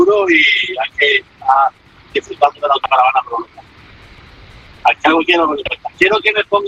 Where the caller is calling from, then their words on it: England, United Kingdom; Vivo en Inglaterra. Vivo a unos 50, unos 40, 50 minutos del centro de Londres.